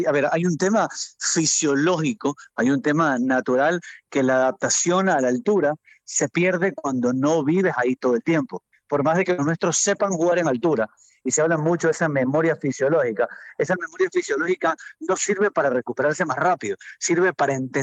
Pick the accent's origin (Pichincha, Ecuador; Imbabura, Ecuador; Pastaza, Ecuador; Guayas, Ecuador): Guayas, Ecuador; Guayaquil; Mira, yo soy de Guayaquil, no soy de Quito.